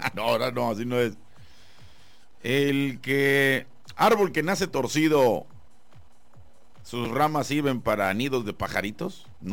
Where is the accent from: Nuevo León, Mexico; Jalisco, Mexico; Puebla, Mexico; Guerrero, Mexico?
Jalisco, Mexico; Guadalajara; Yo soy de Guadalajara.